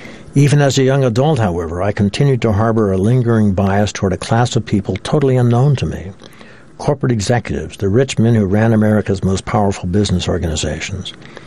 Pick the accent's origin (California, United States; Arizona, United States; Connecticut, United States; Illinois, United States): California, United States; those biases never took root in our hearts as we grew up in California.